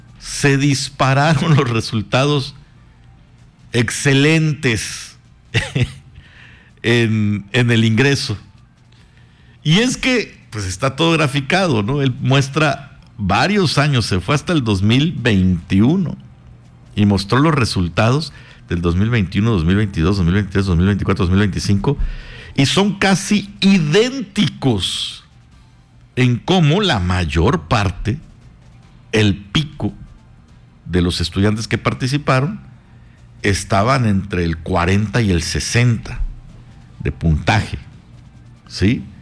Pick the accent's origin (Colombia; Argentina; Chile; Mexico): Mexico; lo que somos como mexicanos